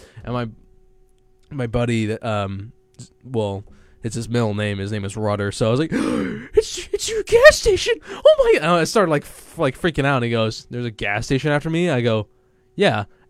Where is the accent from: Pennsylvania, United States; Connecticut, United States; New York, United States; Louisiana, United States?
Pennsylvania, United States; And so, and then you go to around my hometown, and there's like nothing for like 40 minutes. The closest thing is Reading.